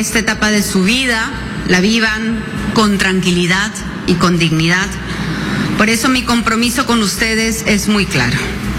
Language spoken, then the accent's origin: Spanish; Peru